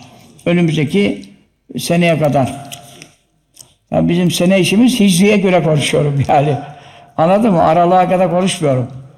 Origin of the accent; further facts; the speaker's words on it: Giresun, Turkey; Giresun'da yapmışım memleketimde.